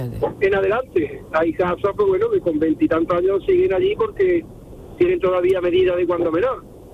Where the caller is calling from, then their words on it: Montoro, Andalusia, Spain; yo vivo en Montoro, a media hora de Córdoba, porque está en Córdoba